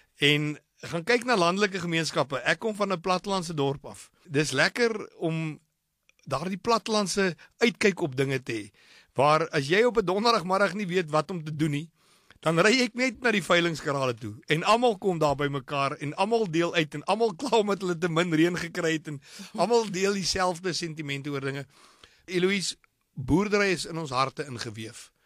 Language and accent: Afrikaans; Kuruman, Northern Cape, South Africa; Ek kom van Kuruman af.